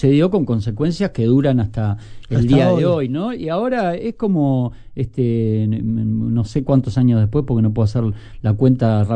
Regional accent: Uruguay; como niño uruguayo que era en esa época.

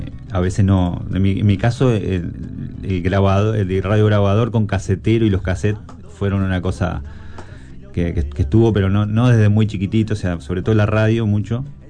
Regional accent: La Paz, Canelones, Uruguay; amigos que tocábamos en La Paz, de donde soy originalmente

